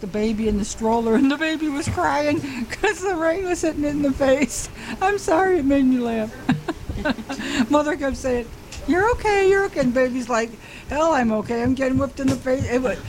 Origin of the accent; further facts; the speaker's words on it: Buffalo, New York, United States; They were from Buffalo, and I was from Buffalo, and it was a match made in heaven.